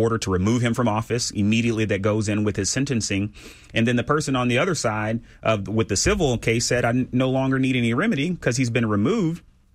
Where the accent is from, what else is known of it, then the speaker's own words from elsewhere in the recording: Texas, United States; I grew up in Fort Bend. It raised me. It's where I met my wife when I was 12 years old, growing up in Fort Bend County.